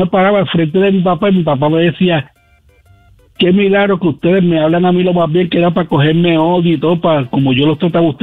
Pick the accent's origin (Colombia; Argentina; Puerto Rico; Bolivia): Puerto Rico; Ponce; now in Tampa, United States; nosotros vivíamos en Ponce, y yo sí nací y criado en López Nusa, allá para frente a Plaza Caribe.